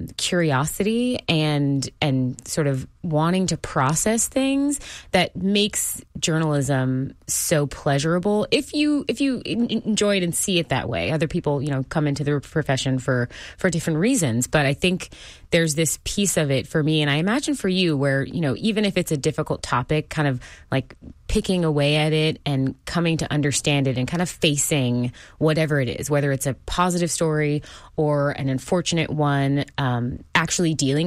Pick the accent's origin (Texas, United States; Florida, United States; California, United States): Texas, United States; Houston; I will say I am originally from Houston, so I'm a little biased, but I love traveling.